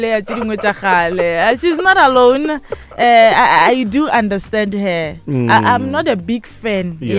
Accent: South Africa; I'm proudly South African

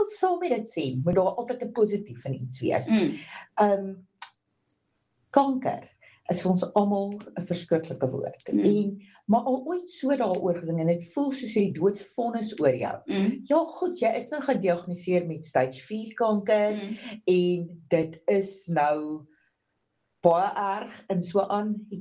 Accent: Ermelo, Mpumalanga, South Africa; Ek kom uit die AGS kerk uit en daar uit Mpumalanga Ermelo.

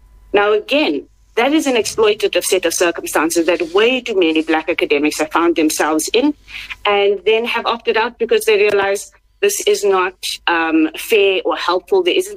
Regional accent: South Africa; as a South African

